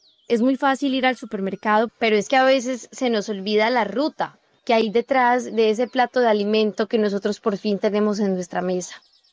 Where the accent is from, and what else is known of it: Colombia